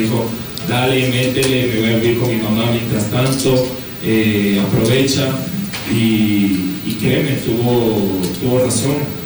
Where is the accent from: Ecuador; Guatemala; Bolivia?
Ecuador; también soy el primer ecuatoriano que va a un contender y gana así de rápido, 45 segundos, desde Ecuador.